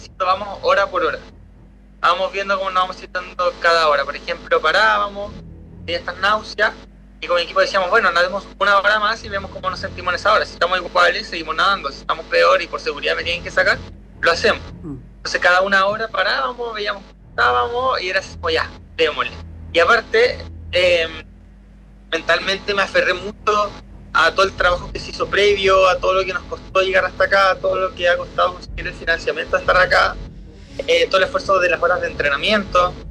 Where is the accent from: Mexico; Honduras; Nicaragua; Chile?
Chile; ahora soy el latinoamericano más joven en completarlo. Primer hombre chileno también que lo completa